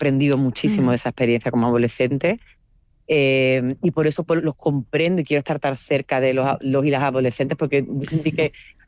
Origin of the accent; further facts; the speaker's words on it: Andalusia, Spain; si yo soy blanca, pero yo soy andaluza, no soy catalana, ni soy vasca, es decir, el norte del mismo país tiene un lugar que no tiene mi acento